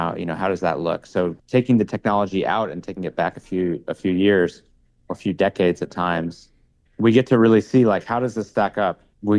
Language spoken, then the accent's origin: English; United States; It's very important for me as an American filmmaker to recognize that we are a country of many cultures, and we're a country of many just different languages and backgrounds and makeups.